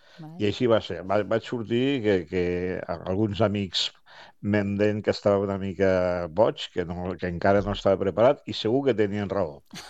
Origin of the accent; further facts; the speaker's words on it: Lleida, Catalonia, Spain; also born or lived in Barcelona; Pensa que jo sóc de Lleida, que vaig conèixer el mar molt tard. Però vaig venir a estudiar a Barcelona